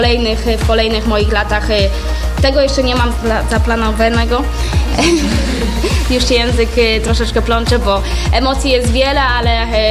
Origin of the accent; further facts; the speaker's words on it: Uniejów, Łódź Voivodeship, Poland; moved away as an adult; also born or lived in Konin; ja też właśnie pochodzę z Uniowa, gdzie tam jest region Widzewa